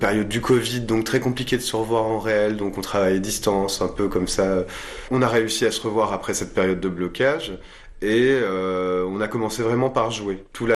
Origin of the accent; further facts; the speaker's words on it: France; now in Belgium; Je suis français qui vit en Belgique depuis bien 16 ans.